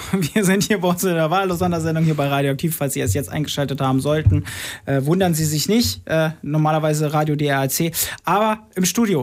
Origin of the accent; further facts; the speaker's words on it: Bad Münder, Lower Saxony, Germany; Und blicken wir mal in meine Heimatstadt, Bad Münder.